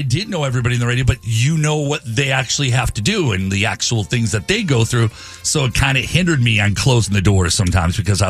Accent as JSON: {"language": "English", "town": "Cleveland", "region": "Ohio", "country": "United States", "tie": "born or raised there", "said": "I grew up in Cleveland. I went to, like, Catholic school, and I was in jazz band and played hockey"}